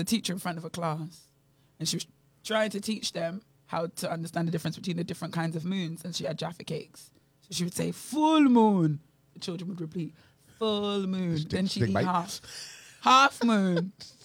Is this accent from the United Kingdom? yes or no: yes; United Kingdom; moved away; By the way, I'm British. If I say certain words differently, accept it.